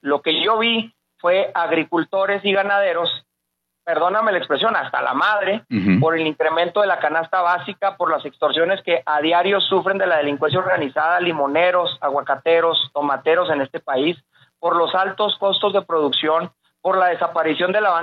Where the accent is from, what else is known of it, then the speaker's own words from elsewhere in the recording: Mexico; de ver como mexicano